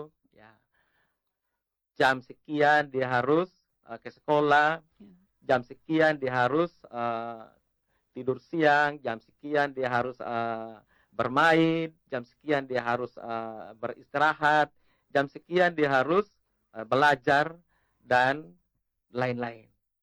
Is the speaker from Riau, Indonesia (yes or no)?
no; East Nusa Tenggara, Indonesia; kalau karena saya orang Sabu, biasanya istilahnya kenoto.